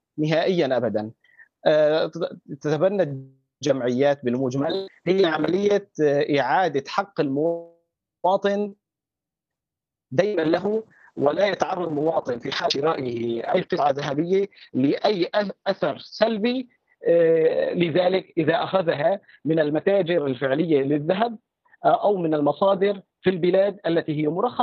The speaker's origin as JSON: {"language": "Arabic", "town": "Aleppo", "region": "Aleppo Governorate", "country": "Syria", "said": "نحن عندنا في حلب"}